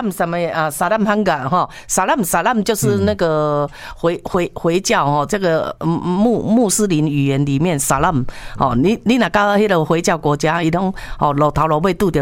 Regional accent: Taiwan

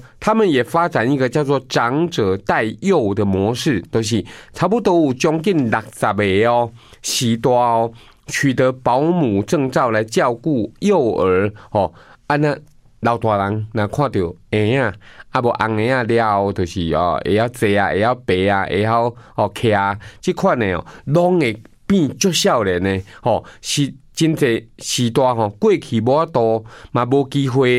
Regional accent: Taiwan; 长照资源跟不上我们台湾人的老化

